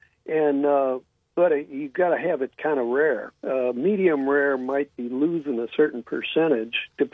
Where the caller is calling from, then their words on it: San Francisco, California, United States; Oh, hey, Ron. Yeah, hey. I'm the guy from San Francisco.